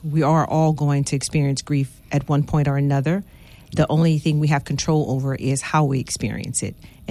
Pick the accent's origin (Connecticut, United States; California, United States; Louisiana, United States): Louisiana, United States; Cecilia; But my parents, we grew up in Cecilia Brobridge area.